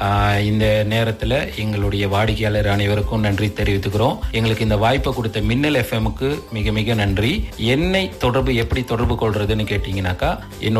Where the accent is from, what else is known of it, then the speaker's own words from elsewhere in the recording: Sungai Siput, Perak, Malaysia; now in Ipoh, Malaysia; நான் கமரி தோட்டம் சுனேஸ்போர்ட்ல பிறந்து வளர்ந்தேன். என் மனைவி தாசை ஈப்போவை சேர்ந்தவர். நாங்க இப்போது ஈப்போவில் வசிக்கிறோம்.